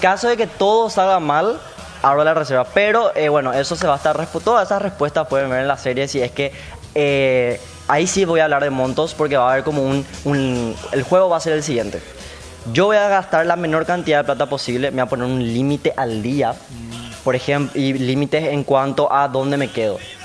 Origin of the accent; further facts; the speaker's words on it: Asunción, Paraguay; Yo vengo de Asunción.